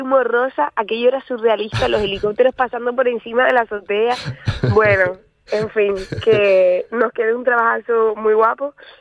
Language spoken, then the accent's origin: Spanish; Arinaga, Canary Islands, Spain; now in Madrid, Spain; si cierro los ojos y pienso en mi infancia, veo las piedras de la playa de Arinaga y el mar así pasando